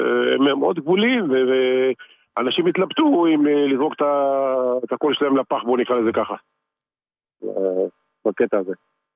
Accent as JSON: {"language": "Hebrew", "town": "Tel Aviv", "region": "Tel Aviv District", "country": "Israel", "said": "אני מתל אביב."}